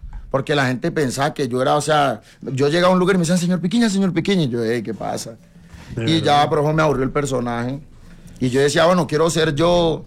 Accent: Bogotá, Colombia; born there; Mentira, porque yo nací aquí en Bogotá.

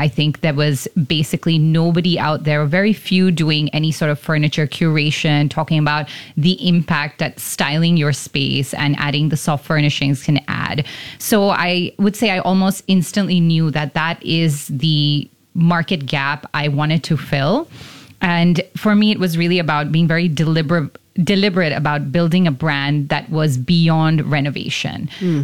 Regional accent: Singapore; also born or lived in New York; growing up in Singapore

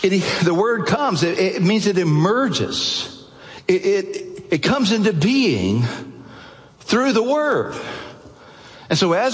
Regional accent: Alabama, United States; I was growing up in Alabama.

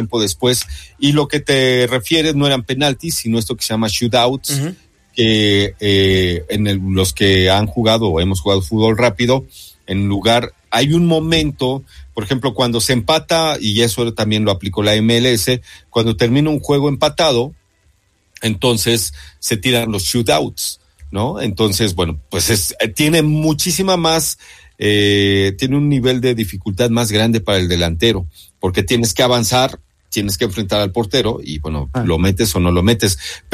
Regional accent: Mexico

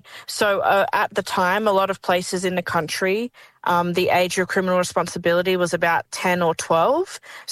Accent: Darwin, Northern Territory, Australia; also born or lived in Tiwi Islands; So that means I'm from the Tiwi Islands, I'm from Darwin, and my grandfather's country is a place called Ngadiri, just outside of Wadair.

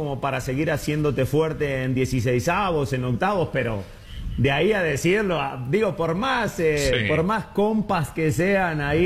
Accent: Mexico; Yo soy mexicano, soy mexicano.

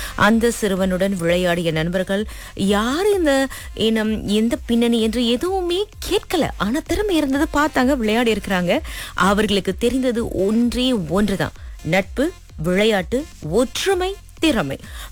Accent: Malaysia

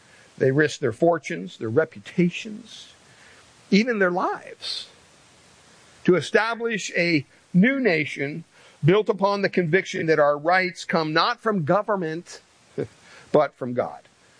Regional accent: Pennsylvania, United States; born there; my home state, Pennsylvania

